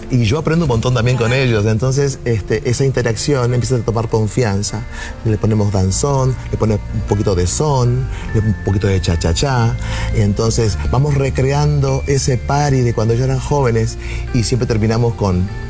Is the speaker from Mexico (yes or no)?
no; Argentina; Como yo soy argentino, tengo esa ventaja de poder decir, mira, yo no sé de qué trata bien la historia aquí en Puerto Rico.